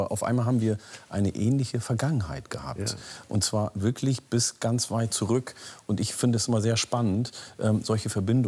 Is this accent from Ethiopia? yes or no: yes; Oromia, Ethiopia; German is a second language; now in Germany; Ist es auch, aber ich bin ja in Äthiopien aufgewachsen, in Oromia.